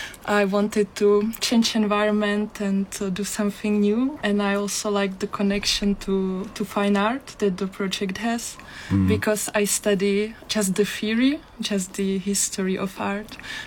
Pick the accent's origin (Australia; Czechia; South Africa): Czechia; moved away as an adult; now in Rome, Italy; Okay, okay. So I'm from the Czech Republic, but actually now I live also in Italy, in Rome, where I'm finishing my master's degree in art history.